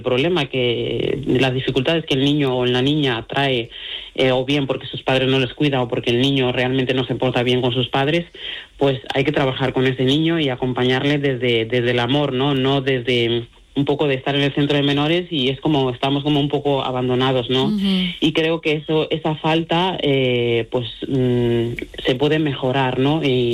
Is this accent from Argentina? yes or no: no; Mali; Spanish is a second language